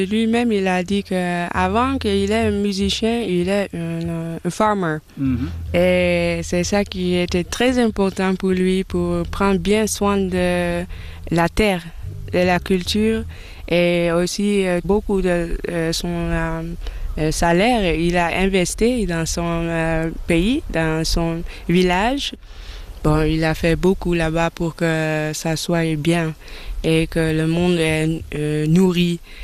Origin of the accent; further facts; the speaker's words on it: Amsterdam, North Holland, Netherlands; Avec ma maman, j'ai grandi à Amsterdam, en Hollande.